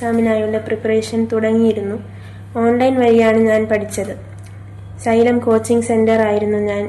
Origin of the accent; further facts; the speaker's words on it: Kavaratti, Lakshadweep, India; also born or lived in Minicoy; നാട് മിനിക്കോഴി ദ്വീപാണ്. ഞാൻ ജനിച്ചതും വളർന്നതും കവരത്തി ദ്വീപിലാണ്. 1-ാം ക്ലാസ് മുതൽ +2 വരെ പഠിച്ചത് കേന്ദ്രീയ വിദ്യാലയ കവരത്തിയിലാണ്.